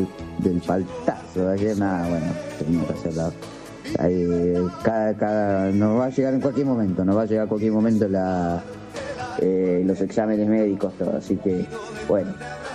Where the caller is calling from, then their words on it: Tablada, Buenos Aires Province, Argentina; de Tablada